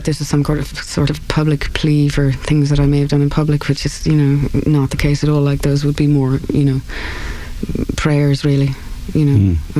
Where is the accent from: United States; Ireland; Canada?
Ireland; I guess just as an Irish person here, I was living in Atlanta there for about 4 months last year